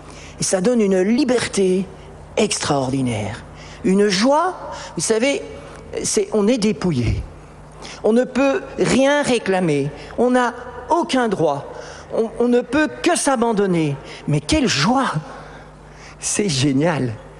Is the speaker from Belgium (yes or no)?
yes; Belgium; je suis belge.